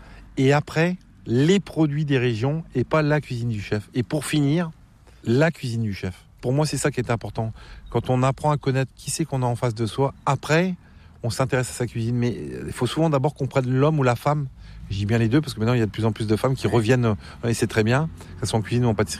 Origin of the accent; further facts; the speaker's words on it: Plomodiern, Brittany, France; on est dans le Finistère, on est dans la pointe Finistère, exactement à l'entrée de la presqu'île de Crozon, dans mon village natal qui s'appelle Plomedierne.